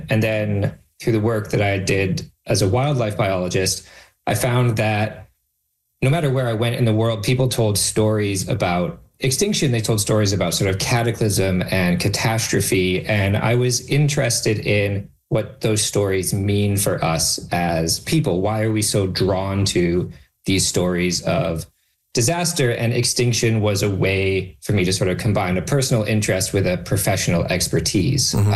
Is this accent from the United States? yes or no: no; Calgary, Alberta, Canada; since I was a kid growing up in Calgary and going out to Drumheller on the weekends